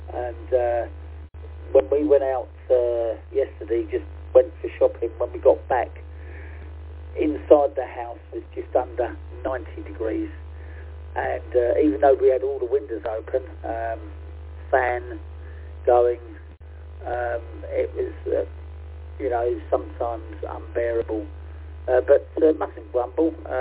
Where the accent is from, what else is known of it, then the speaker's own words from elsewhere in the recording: London, United Kingdom; now in Hull, United Kingdom; I don't come from Hull, as you can most probably appreciate by my voice. I come from London. I'm an East Ender